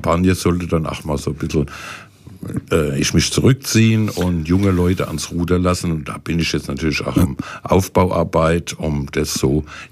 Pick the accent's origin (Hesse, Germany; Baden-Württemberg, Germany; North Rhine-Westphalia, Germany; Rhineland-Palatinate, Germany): Rhineland-Palatinate, Germany; Ludwigshafen; Nee, ich komme ja aus der Pfalz, aus Ludwigshafen, wie man auch gerne hört, ja.